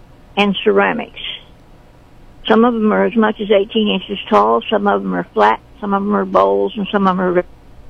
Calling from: Sedalia, Missouri, United States

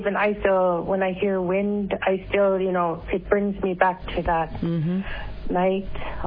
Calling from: Toksook Bay, Alaska, United States; I come from Tuksuk Bay

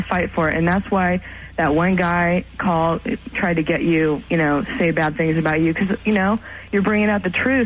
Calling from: California, United States; I'm calling from California.

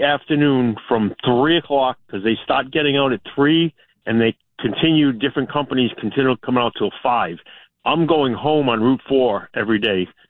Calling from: Narragansett, Rhode Island, United States; I come from Cranston and go to Narragansett.

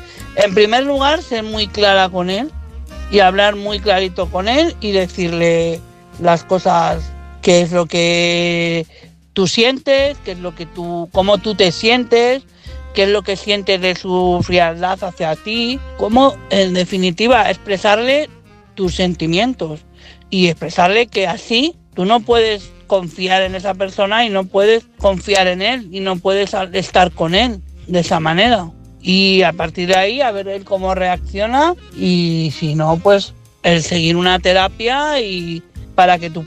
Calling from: Madrid, Community of Madrid, Spain; de Madrid.

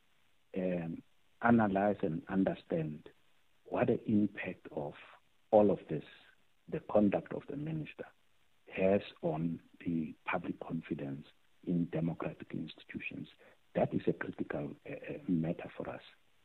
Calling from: Durban, KwaZulu-Natal, South Africa

